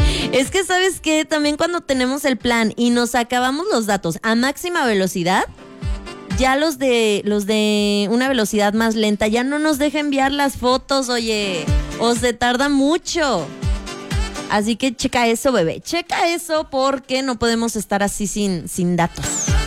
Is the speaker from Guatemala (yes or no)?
no; Mexico; ya sabes cómo somos los mexicanos, y de todo hacemos un chistecillo, un pequeño chascarrillo.